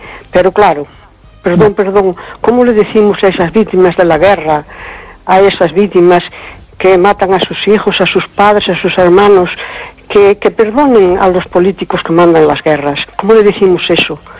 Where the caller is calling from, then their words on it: Cespón, Galicia, Spain; de Cespón.